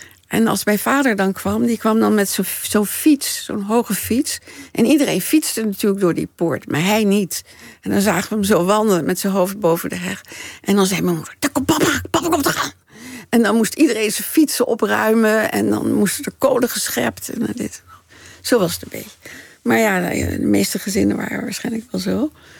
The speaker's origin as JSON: {"language": "Dutch", "town": "Haarlem", "region": "North Holland", "country": "Netherlands", "tie": "born there", "said": "Ja, via Utrecht, maar ik ben in Haarlem geboren."}